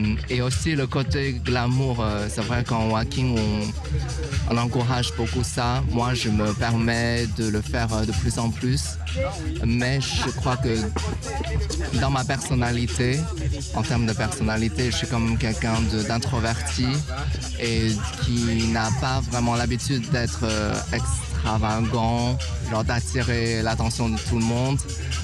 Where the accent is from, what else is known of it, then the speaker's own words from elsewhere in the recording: China; now in France; je suis un homme asiatique, je viens de Chine